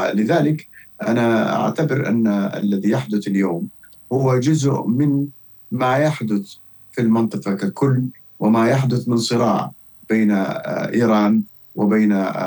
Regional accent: Jeddah, Makkah Province, Saudi Arabia; أنا من جدة وليس من الرياض

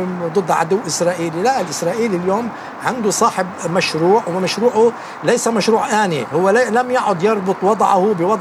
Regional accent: Lebanon; كيف نتعامل مع هذا الاحتلال كلبنانيين؟

